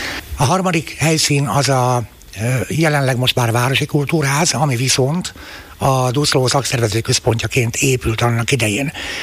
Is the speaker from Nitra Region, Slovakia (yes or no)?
yes; Šaľa, Nitra Region, Slovakia; Szülővárosom és gyermekkorom Szinkere Vágselje, az a mátyusföldi egykori mezőváros, amelyből aztán később a szocializmus idején egy komoly ipari központ lett.